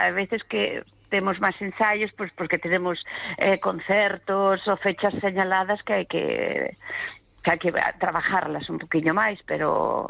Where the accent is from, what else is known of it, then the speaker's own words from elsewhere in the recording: Madrid, Community of Madrid, Spain; Galician is a second language; now in Galicia, Spain; castelán, porque claro, eu son madrileña, ya ves que meu castrapo é